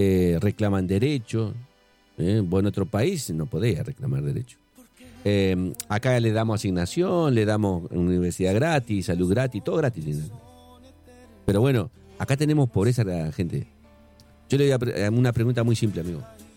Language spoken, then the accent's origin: Spanish; Argentina; Ustedes saben cómo somos los argentinos.